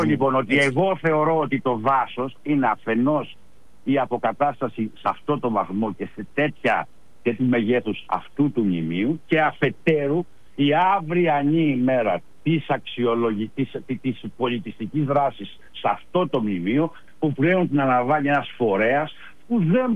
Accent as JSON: {"language": "Greek", "town": "Patras", "region": "West Greece", "country": "Greece", "said": "Νομίζω και εγώ αυτό θα κρατούσα σαν πατρινός. Γιατί είμαστε πατρινοί, κύριε Ξανάλατε, και εγώ και εσείς."}